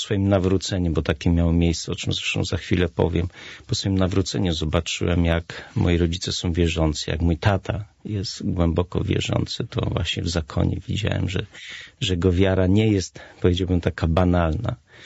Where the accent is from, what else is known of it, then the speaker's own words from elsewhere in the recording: Nowy Sącz, Lesser Poland, Poland; Pochodzę z Nowego Sącza, z miasta.